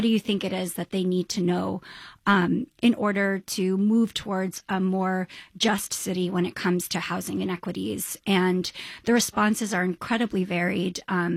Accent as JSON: {"language": "English", "town": "New York City", "region": "New York", "country": "United States", "tie": "born or raised there"}